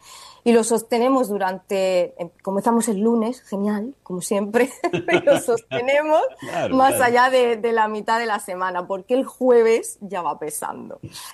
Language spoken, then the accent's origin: Spanish; Tenerife, Canary Islands, Spain; todavía con calor aquí en Península, sí, a puntito de volver a Tenerife, a mi tierra